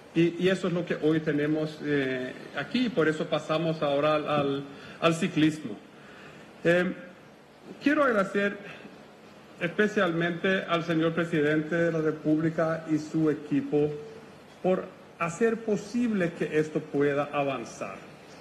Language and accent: Spanish; Sweden; moved away as an adult; now in Paraguay; Yo vengo de Suecia. Llevo una década trabajando con Paraguay y desde hace 4 o 5 años radicado aquí con mi esposa muy, muy felizmente.